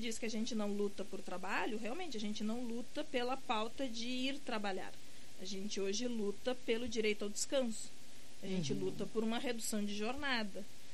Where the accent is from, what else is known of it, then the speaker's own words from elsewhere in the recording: Brazil; moved away; Eu sou da região da fronteira, sou da Lídia Ceguá.